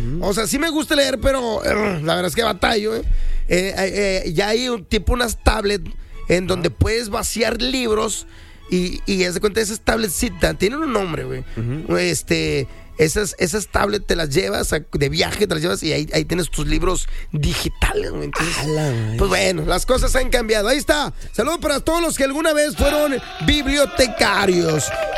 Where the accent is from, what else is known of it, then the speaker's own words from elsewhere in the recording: San Nicolás de los Garza, Nuevo León, Mexico; porque yo soy de San Nicolás por Diego Díaz de Berlanga, entonces yo iba a Las Puentes.